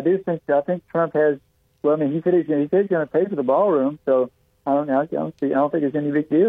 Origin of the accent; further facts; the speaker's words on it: Tennessee, United States; moved away; I grew up down in Tennessee, and that's where I was living at the time.